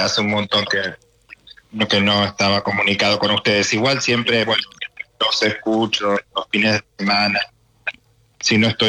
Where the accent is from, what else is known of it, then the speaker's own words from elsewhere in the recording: Lonquimay, La Pampa, Argentina; now in Los Angeles, United States; también soy de La Pampa.